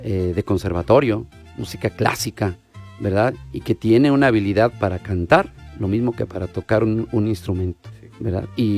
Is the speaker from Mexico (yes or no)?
yes; Mexico; nos identifica como mexicanos.